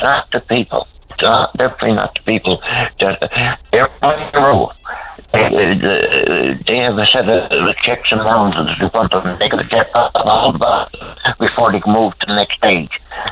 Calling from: Newfoundland and Labrador, Canada; as a Newfoundlander. Whatever, you know, as a Canadian

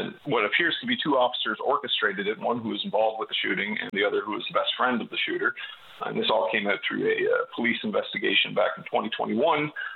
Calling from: Happy Valley-Goose Bay, Newfoundland and Labrador, Canada; I'm from Goose Bay, Labrador.

